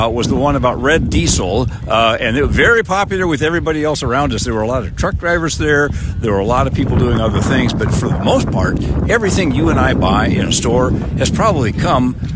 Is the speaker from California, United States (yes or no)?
no; Lincoln, Nebraska, United States; I'm from Lincoln